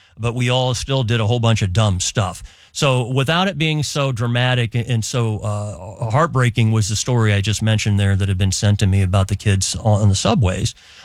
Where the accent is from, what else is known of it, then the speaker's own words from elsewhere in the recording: Dayton, Ohio, United States; moved away as an adult; now in Cincinnati, United States; We used to ride bikes down and go fishing, rivers or whatever else growing up in Dayton, like Stillwater or Little Miami, et cetera.